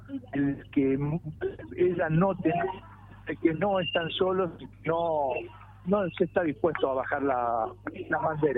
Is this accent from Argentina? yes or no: yes; Argentina; como un argentino más, que soy orgulloso de ser argentino y soy hijo de trabajadores